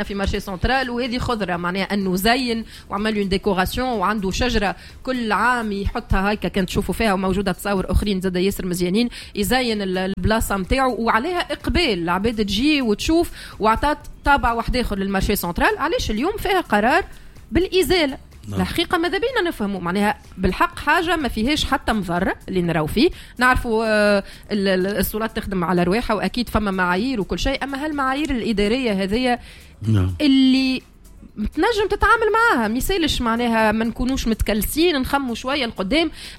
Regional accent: Tunisia; انا توهاني تونسية وعندي فوق العشرين سنة في تونس العاصمة

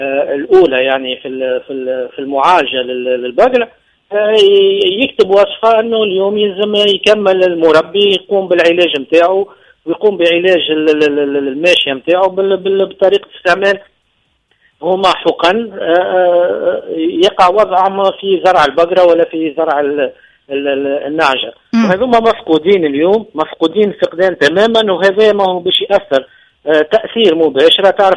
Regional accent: Tunisia; القطيع نتاعنا في تونس.

